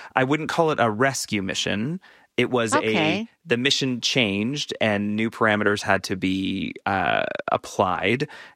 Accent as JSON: {"language": "English", "country": "Canada", "said": "And I can tell you, being Canadian, I am very excited"}